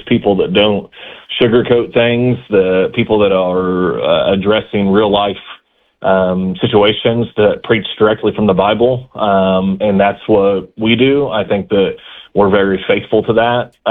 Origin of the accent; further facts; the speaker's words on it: Sullivan, Indiana, United States; I am from Sullivan, Indiana. I'm the pastor of Westside Church here in Sullivan.